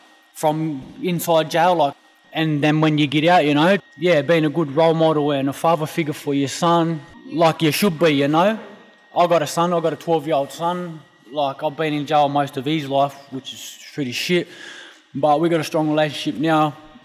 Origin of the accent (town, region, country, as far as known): Mount Druitt, New South Wales, Australia; born or raised there